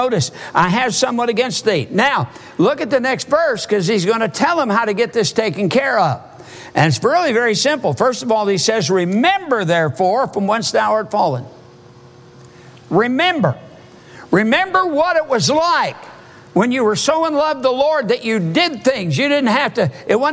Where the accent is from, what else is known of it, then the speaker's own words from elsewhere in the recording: Michigan, United States; Now, as many of you know, I'm from Michigan. Being from Michigan, I happen to be a lifelong Detroit Lions football fan.